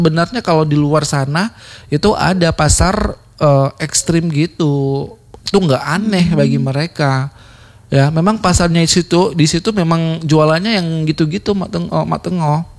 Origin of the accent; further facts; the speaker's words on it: Aceh, Indonesia; Kalau kita orang Aceh ya